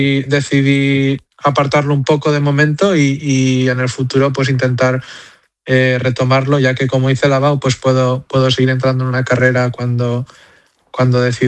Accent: Alfaz del Pi, Valencian Community, Spain; also born or lived in Benidorm; Nací en Benidorm, pero siempre me he criado en Alfaz del Pi.

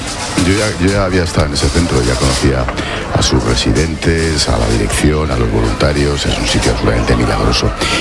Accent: Madrid, Community of Madrid, Spain; Luego, como madrileño de pro, pues me gustó mucho cuando dijo José Cobo, y luego reafirmó el Papa, eso de que estar en Madrid es ser de Madrid.

